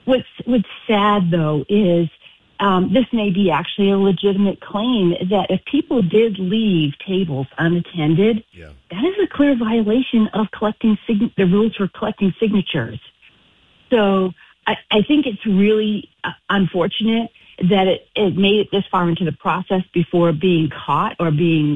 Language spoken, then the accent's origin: English; Maine, United States; now in Windham, United States; And I grew up in the Maine that is so different from now.